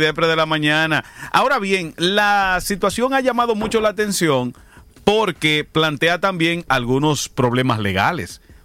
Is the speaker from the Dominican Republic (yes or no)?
yes; Dominican Republic; Como somos los dominicanos